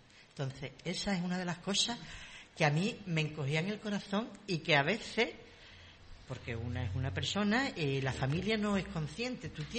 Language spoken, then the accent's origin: Spanish; Cádiz, Andalusia, Spain; born there; Yo nací en Cádiz.